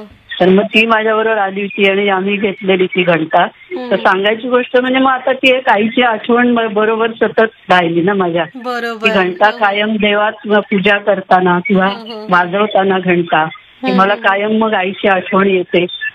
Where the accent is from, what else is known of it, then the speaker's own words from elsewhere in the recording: Thane, Maharashtra, India; born there; moved away as an adult; now in Kharghar, India; माझं माहेर आई माहेरी म्हणजे ठाण्याला